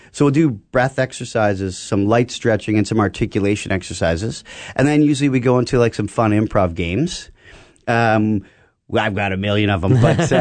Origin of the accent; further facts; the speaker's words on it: Carman, Manitoba, Canada; I'm such a fan of old school Manitoba stories. Like the rural, I grew up in Carmen, Manitoba.